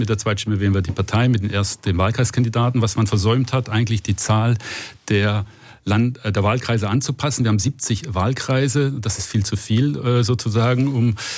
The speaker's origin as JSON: {"language": "German", "town": "Stuttgart", "region": "Baden-Württemberg", "country": "Germany", "tie": "born or raised there", "said": "War natürlich harte Zeiten im VfB-Land sozusagen, wo ich aufgewachsen bin als Werder-Fan."}